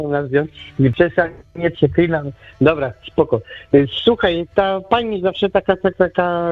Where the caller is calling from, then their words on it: Ruda Śląska, Silesian Voivodeship, Poland; Ruda Śląska.